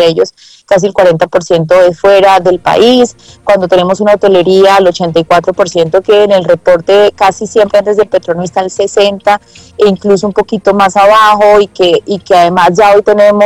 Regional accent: Colombia; como somos los colombianos

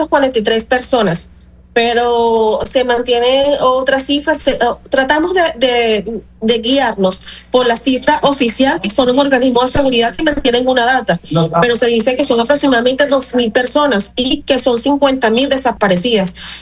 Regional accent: Venezuela; eso es muy importante para nosotros como venezolanos

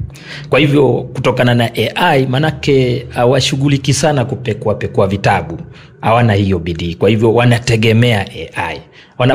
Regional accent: Bungoma County, Kenya; first language Kalenjin; Swahili is a second language

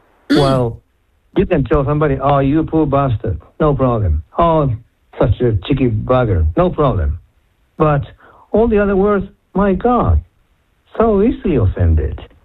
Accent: Chile; Yeah. I'm from Chile.

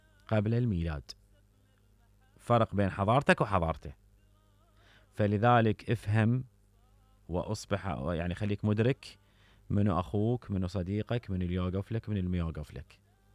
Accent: Iraq; مسؤوليتنا كعراقيين،

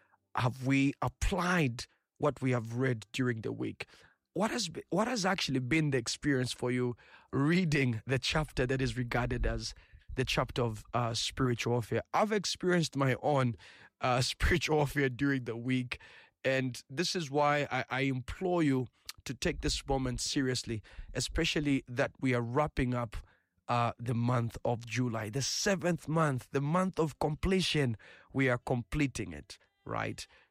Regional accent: Kalingalinga, Lusaka Province, Zambia; Good evening. … from Kalingalinga. Just here, close by you, our neighbor, you.

